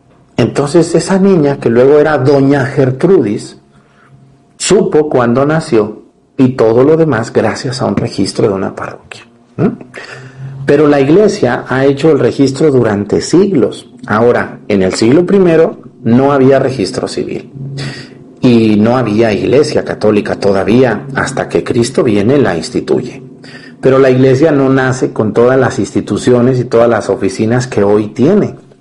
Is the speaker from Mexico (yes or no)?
yes; Mexico